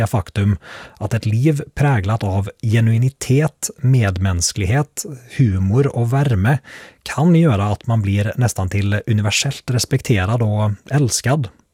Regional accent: Norway; så är det för mig som norrman svårt att inte också sörja att kung Harald möjligen tar med sig en epok i graven

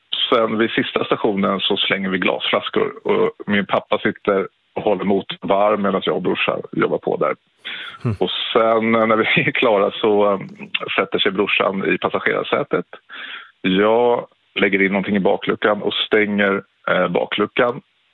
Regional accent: Täby, Stockholm County, Sweden; Jo, men det här utspelar sig när jag var 18 år 1998 och bodde i Täby där jag växte upp.

